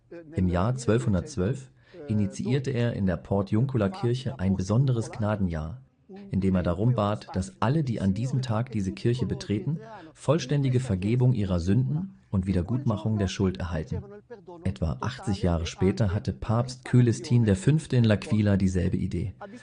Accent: Romania; moved away as an adult; now in Rome, Italy; ich bin 1975 aus Rumänien vor Ceausescu geflohen.

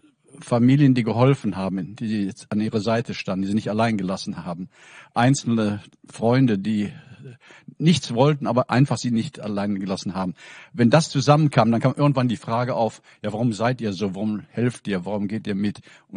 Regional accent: Rhineland, Germany; now in Berlin, Germany; Das ist für mich als Rheinländer fast unvorstellbar

